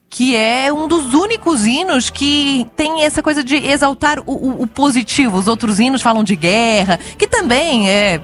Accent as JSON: {"language": "Portuguese", "country": "Portugal", "said": "Então hoje é um dia muito feliz para mim, como portuguesa que sou."}